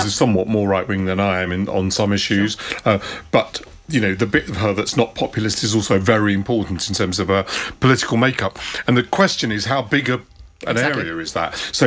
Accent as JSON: {"language": "English", "region": "England", "country": "United Kingdom", "said": "but what I don't want her to do is start debating whether I'm English."}